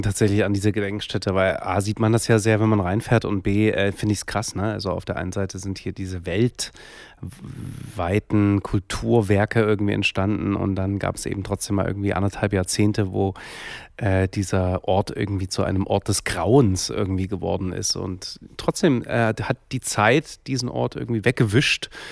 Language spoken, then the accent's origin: German; Dresden, Saxony, Germany; ich bin 5 Jahre durch mein Heimatland, durch Sachsen vor allem natürlich gereist, weil ich in Dresden geboren bin, wie gesagt.